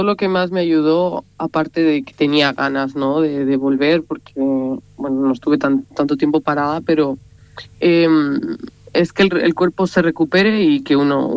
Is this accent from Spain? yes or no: yes; Spain; soy española